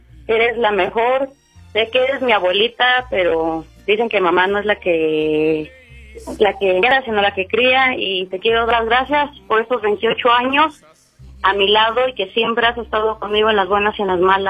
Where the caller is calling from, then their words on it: Tepeji del Río, Hidalgo, Mexico; De aquí, de Tepeji.